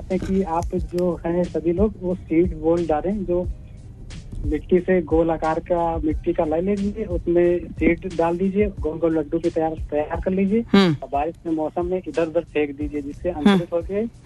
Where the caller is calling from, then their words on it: Sitapur district, Uttar Pradesh, India; District Sitapur से। मेरा गांव उमरी है।